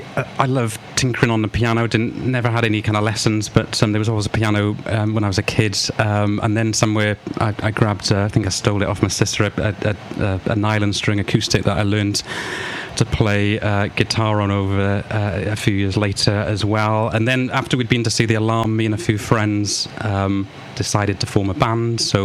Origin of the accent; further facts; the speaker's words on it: Blackwood, Wales, United Kingdom; I grew up near Blackwood.